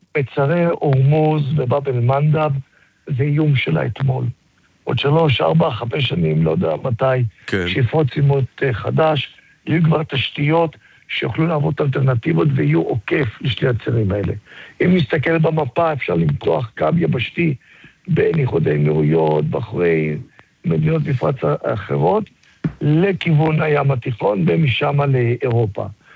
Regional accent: Holon, Tel Aviv District, Israel; אני גדלתי בחולון, גדלתי בשכונת הגיבורים.

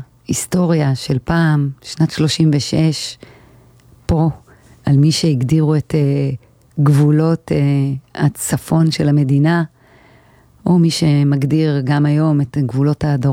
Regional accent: Hulata, Northern District, Israel; אני מקיבוץ חולתה

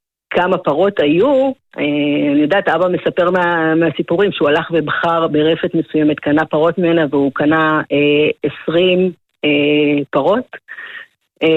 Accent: Givat Yoav, Northern District, Israel; נכון, אז אני בת גבעת יואב, נולדתי וגדלתי בגבעת יואב, אבא שלי הוא מהמייסדים של המושב

